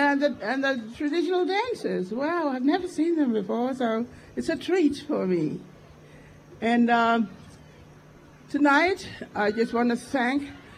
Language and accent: English; Western Australia, Australia; So I'm from Western Australia in the West Kimberley, and my community's name is Wangayunga. And it's near Fitzroy Crossing, and it's about 150 kilometers to each other, Fitzroy Crossing.